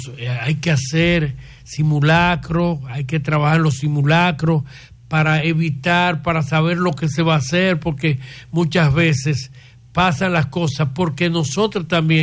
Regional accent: Dominican Republic; nosotros como dominicanos estamos preparados para algo así.

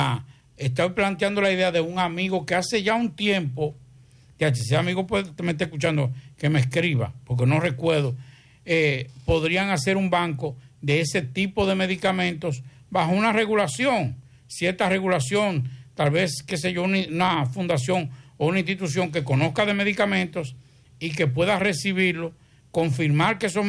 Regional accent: Dominican Republic; somos los dos de ahí, nos criamos ahí en Pueblo Nuevo.

